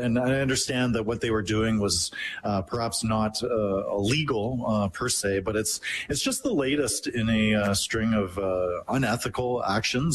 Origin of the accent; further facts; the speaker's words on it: Canada; I'm just Canadian, and we need to fix these issues within our family.